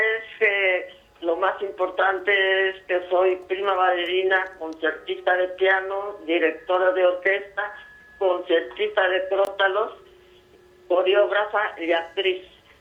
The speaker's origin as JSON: {"language": "Spanish", "country": "Mexico"}